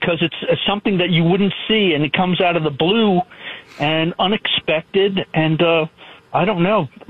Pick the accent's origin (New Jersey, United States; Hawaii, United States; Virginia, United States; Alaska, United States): New Jersey, United States; Here's an expression for you, Jersey guy. I'm from Jersey.